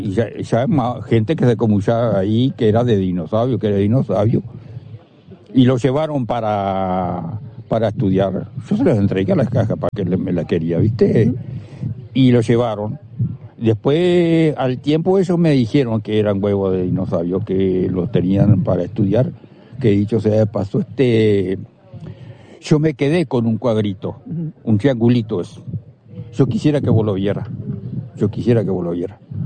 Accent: Paso de la Cruz, Río Negro, Uruguay; moved away; Yo soy oriundo de Paso de la Cruz, pero estoy en Nuevo Orleans hace 45, 46 años. Sí. Yo me fui muy joven de Paso de la Cruz. Pero estoy viviendo actualmente, tengo mi familia en Berlín.

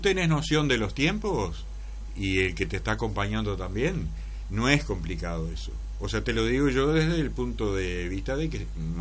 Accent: Montes, Canelones, Uruguay; moved away as an adult; also born or lived in Migues, Uruguay; now in San Jacinto, Uruguay; Nací en Míguez y parte de mi niñez, los primeros años, no estuve acá, pero ya después me vine y bueno, hice la escuela acá y el liceo en Míguez. Porque cuando eso no había liceo acá en Monte.

